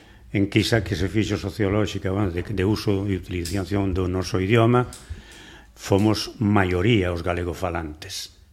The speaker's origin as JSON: {"language": "Galician", "region": "Galicia", "country": "Spain", "said": "nós somos os galegos e as galegas, somos un pobo acomplexado."}